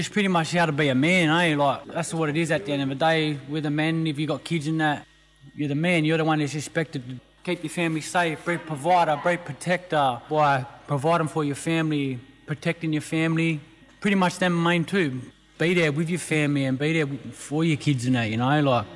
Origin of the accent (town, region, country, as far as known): Mount Druitt, New South Wales, Australia; born or raised there